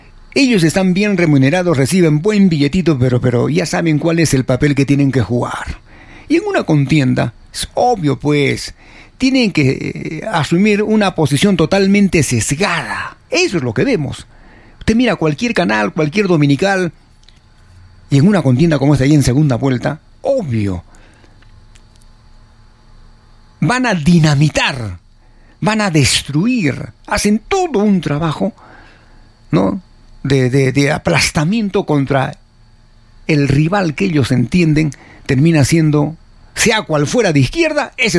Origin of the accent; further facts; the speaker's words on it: Peru; Porque no estaba de acuerdo, como muchos peruanos, millones de peruanos, con un gobierno de Toledo que ya terminó saliendo por la tangente. Política entreguista, la entrega de nuestro gas